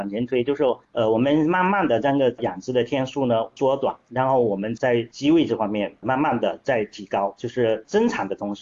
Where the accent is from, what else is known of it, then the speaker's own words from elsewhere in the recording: Guangdong, China; 这是我们广东人的个经验的总结